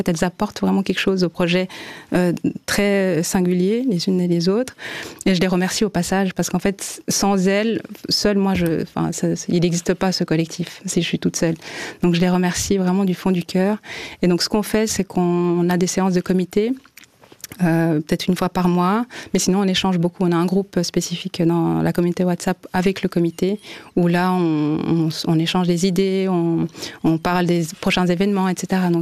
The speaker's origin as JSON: {"language": "French", "country": "Rwanda", "tie": "born or raised there"}